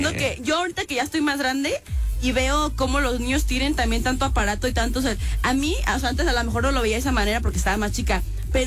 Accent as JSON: {"language": "Spanish", "region": "Jalisco", "country": "Mexico", "said": "Yo vengo del artesano, mijo. Vengo allá debajo del Cerro del Cuatro."}